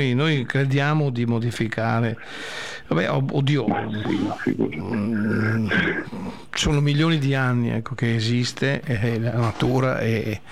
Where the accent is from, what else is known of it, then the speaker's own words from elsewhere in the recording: Bassano del Grappa, Veneto, Italy; i giovani sono trovato lavoro giù da noi a Bassano del Grappa.